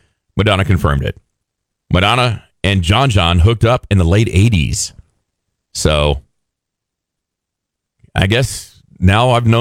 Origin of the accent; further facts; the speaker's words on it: Pearsall, Texas, United States; also born or lived in Austin, Texas; When I was growing up in Pearsall, they had Winter Garden Ford.